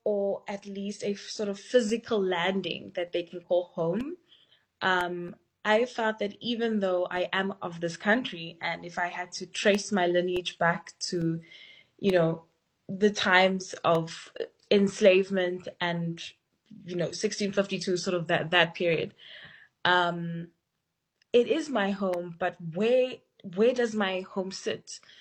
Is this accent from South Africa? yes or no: yes; South Africa; It is possible for us to live in this contradiction, be hopeful, be disappointed, be sad, be, incredibly proud to be South African